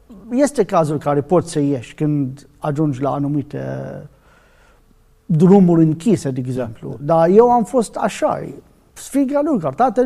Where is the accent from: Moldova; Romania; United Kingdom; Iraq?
Iraq; first language Arabic; Romanian is a second language; moved away; eu sunt din Irak